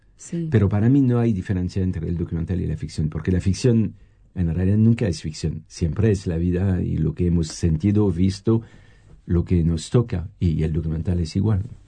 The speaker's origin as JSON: {"language": "Spanish", "country": "France", "accent": "French", "second_language": "Spanish", "said": "Sí, guardando mi acento francés."}